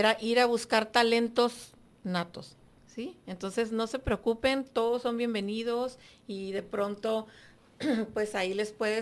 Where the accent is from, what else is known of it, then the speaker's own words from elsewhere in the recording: Guadalajara, Jalisco, Mexico; born there; Nací en Guadalajara.